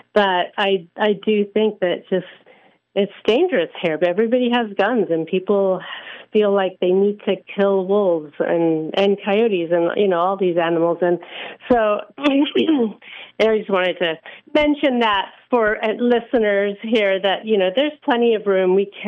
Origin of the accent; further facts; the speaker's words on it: Abruzzo, Italy; moved away; I'm from Italy and I come from the Abruzzo National Park region